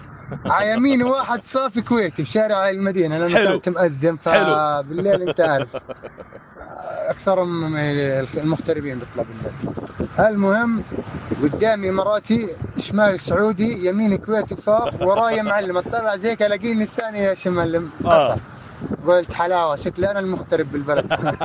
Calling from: Jordan; عندنا بالاردن

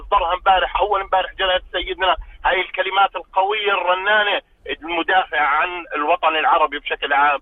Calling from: Jordan

